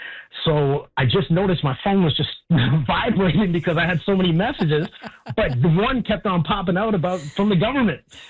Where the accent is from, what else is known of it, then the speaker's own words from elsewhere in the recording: Canada; it really means a lot to me as a Canadian.